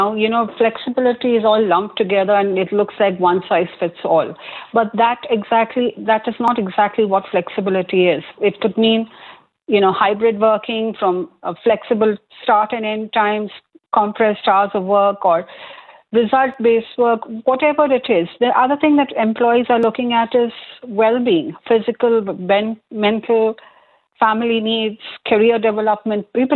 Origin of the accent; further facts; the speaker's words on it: India; So, Mildred, going back to the days, I come from India, and one of the things that whenever I was employed, we had a medical health checkup